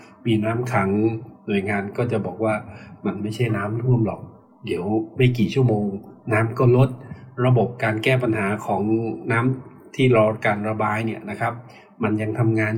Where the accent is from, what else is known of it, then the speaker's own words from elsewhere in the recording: Chiang Rai, Thailand; moved away; ส่วนตัวผมเองนะครับบ้านเกิดอยู่ที่เชียงราย